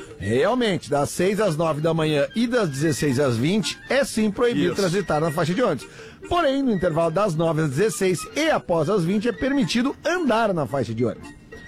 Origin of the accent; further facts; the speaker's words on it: Gravataí, Rio Grande do Sul, Brazil; Sou de Gravataí e ouço vocês há uns 3 anos sem parar.